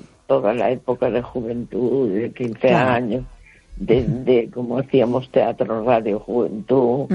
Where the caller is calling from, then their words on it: A Coruña, Galicia, Spain; de La Coruña.